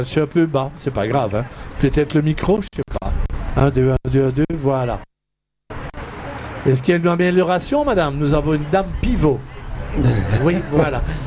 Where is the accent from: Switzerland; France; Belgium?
Belgium; Liège, Wallonia; accent: liégeois; J'ai l'accent liégeois